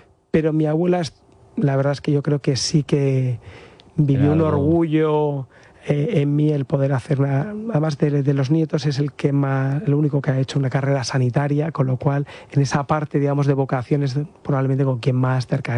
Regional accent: Madrid, Community of Madrid, Spain; yo nací en Madrid, mi familia, desde que nacimos mi hermano y yo, vivimos en Madrid. Lo que pasa es que vivimos a las afueras, en una urbanización, pues donde pues había, tanto en la casa donde vivíamos, un poquito de jardín, zonas comunes, como alrededor, pues había bastante campo

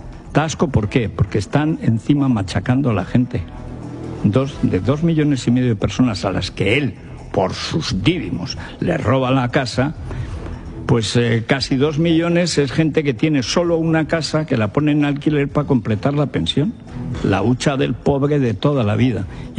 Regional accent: Spain; sino porque somos españoles.

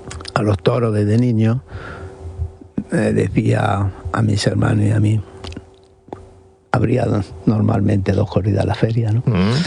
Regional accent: Linares, Andalusia, Spain; en Linares, yo nazco en el 51

